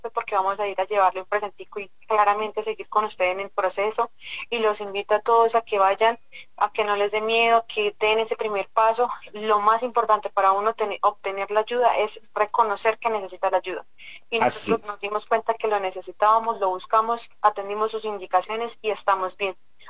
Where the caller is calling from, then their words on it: Cundinamarca, Colombia; Yo vivo aquí en UAT.